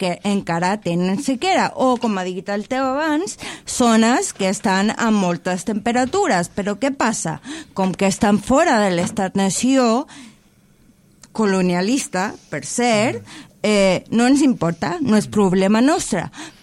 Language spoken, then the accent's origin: Catalan; Chile; moved away; soc americana, bueno, soc de Xile.